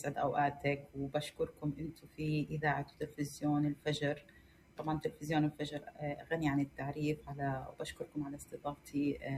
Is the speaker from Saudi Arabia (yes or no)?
no; Palestine; إحنا من فلسطين